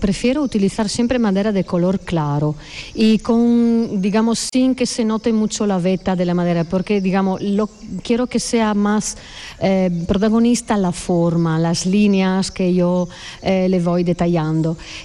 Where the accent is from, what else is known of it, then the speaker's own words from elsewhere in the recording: northern Italy, Italy; Spanish is a second language; moved away as an adult; now in Jerez, Spain; Los ritmos de Jerez son diferentes del norte de Italia, de donde vengo yo.